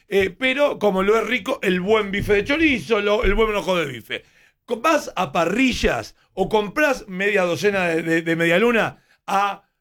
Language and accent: Spanish; Argentina; nosotros, los argentinos.